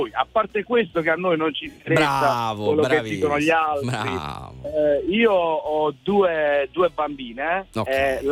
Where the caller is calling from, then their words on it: Bari, Apulia, Italy; Io in questo momento sono in direzione Milano, sono un autista, ma sono di Bari.